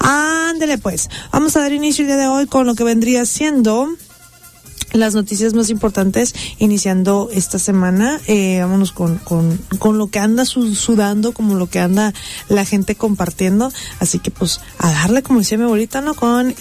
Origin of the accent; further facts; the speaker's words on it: Mexicali, Baja California, Mexico; born there; yo nací en agosto, y en Mexicali, donde ya el calor sí es bueno